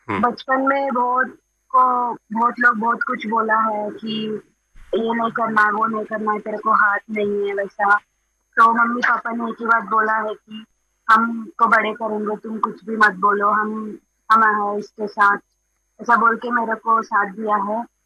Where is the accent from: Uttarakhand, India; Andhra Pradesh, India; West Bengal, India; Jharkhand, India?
Andhra Pradesh, India; Hindi is a second language; मैं आंध्र प्रदेश से हूँ